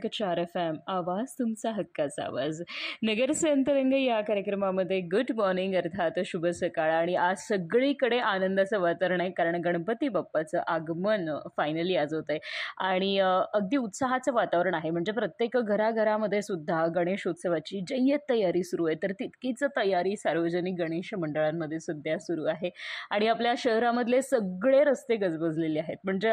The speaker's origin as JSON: {"language": "Marathi", "town": "Ahmednagar", "region": "Maharashtra", "country": "India", "tie": "born or raised there", "said": "मी मूळची नगरचीच आहे आणि नगरमध्येच माझं बालपण गेलेलं आहे, माझं शिक्षणही नगरमध्येच झालेलं आहे, माझी कर्मभूमी जन्मभूमी ही नगरच आहे."}